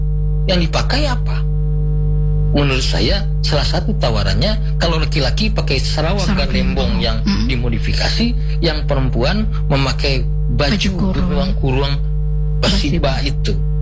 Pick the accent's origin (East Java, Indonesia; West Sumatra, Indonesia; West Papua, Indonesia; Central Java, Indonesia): West Sumatra, Indonesia; Lalu kita punya jati diri sebagai orang Minang, kita kenali, lalu kita cintai dan kita banggakan.